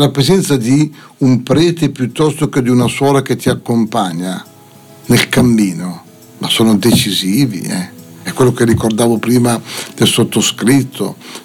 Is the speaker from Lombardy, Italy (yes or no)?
yes; Castelnuovo Bozzente, Lombardy, Italy; born there; also born or lived in Appiano Gentile; nel mio paesello piccolo, 600 abitanti, Castelnuovo Bozzente.